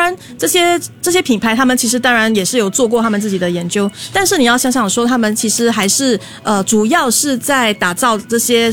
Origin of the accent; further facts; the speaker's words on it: Singapore; 因为身为一个新加坡人哦